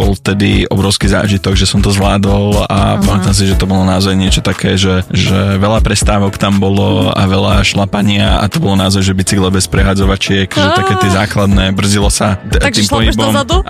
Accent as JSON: {"language": "Slovak", "town": "Liptovský Mikuláš", "region": "Žilina Region", "country": "Slovakia", "tie": "born or raised there", "said": "Ja pochádzam z Liptovského Mikuláša, ja mám ešte dvoch súrodencov"}